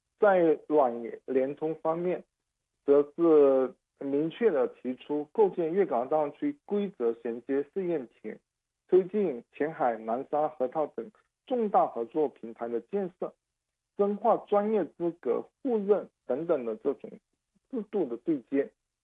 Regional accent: Guangdong, China; now in Hong Kong; 老要解释我是香港人，但我的家乡在广东。粤港澳大湾区规划出台之后呢，我就不用这么解释，直接对外称就说我是大湾区人啊

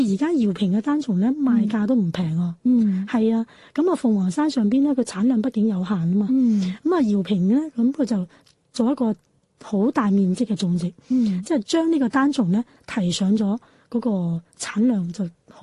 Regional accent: Guangdong, China; 我哋廣東人

